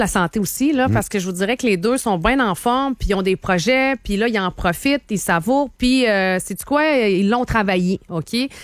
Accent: Sainte-Séraphine, Quebec, Canada; je suis née sur une ferme porcine, en fait, des fermes porcines, parce que maintenant, il y en a plusieurs.

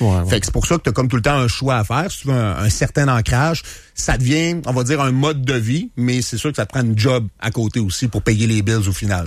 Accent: Rivière-du-Loup, Quebec, Canada; now in Quebec City, Canada; Je suis déménagé parce que moi, je viens du Bas-Saint-Laurent, je viens de Rivière-du-Loup.

